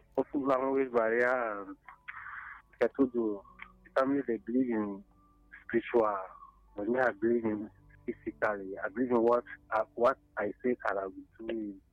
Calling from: Adamawa, Nigeria

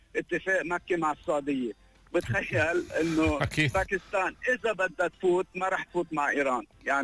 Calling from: Lebanon; أنا إنسان لبناني

